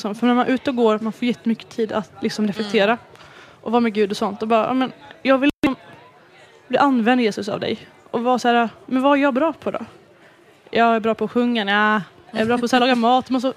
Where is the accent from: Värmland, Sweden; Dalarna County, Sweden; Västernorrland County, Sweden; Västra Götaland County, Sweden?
Dalarna County, Sweden; Leksand; moved away as an adult; now in Falun, Sweden; jag kommer från Leksand och alltid ska ha gått jättemånga år. Men flyttade nu till Falun i höstas.